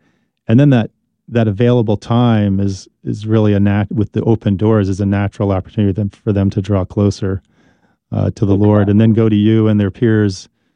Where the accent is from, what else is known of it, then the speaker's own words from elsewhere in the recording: New Jersey, United States; Thanks for coming to New Jersey, my home state